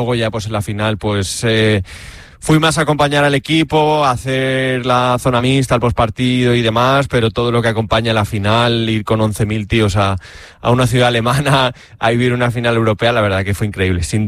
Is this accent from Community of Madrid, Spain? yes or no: yes; Villanueva de la Cañada, Community of Madrid, Spain; básicamente mi pueblo es lo que es, que son, bueno, es Villanueva de la Cañada, que está pues a una media hora en coche más o menos del centro de Madrid.